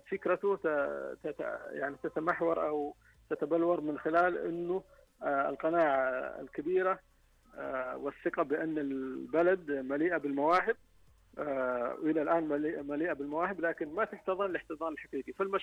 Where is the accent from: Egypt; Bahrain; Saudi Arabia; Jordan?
Saudi Arabia; عندنا في السعودية